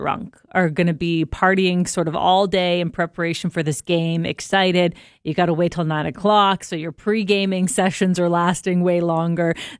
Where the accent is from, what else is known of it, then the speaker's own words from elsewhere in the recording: British Columbia, Canada; moved away; also born or lived in Vancouver; I'm from the Lower Mainland. I lived in Vancouver for many, many years.